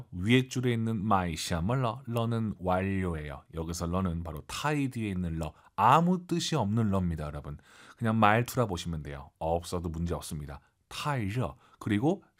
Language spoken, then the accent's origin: Korean; South Korea; 우리 한국인 입장에서는